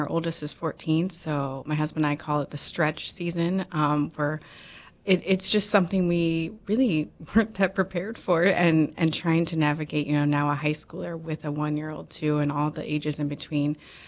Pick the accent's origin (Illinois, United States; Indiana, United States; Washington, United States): Illinois, United States; moved away as an adult; now in Fargo, United States